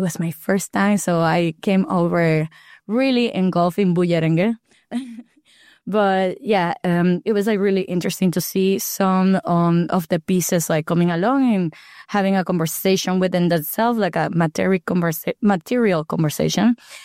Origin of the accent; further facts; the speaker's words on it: Dominican Republic; now in New York, United States; I'm a curator from Dominican Republic. I live in New York